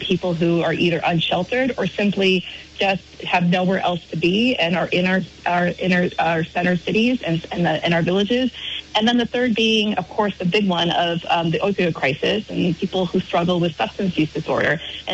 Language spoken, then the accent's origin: English; Barre, Vermont, United States; How people talked about Burlington, especially local Vermonters, and I grew up in Barrie, and I say Barrie in particular because Barrie has also had a reputation.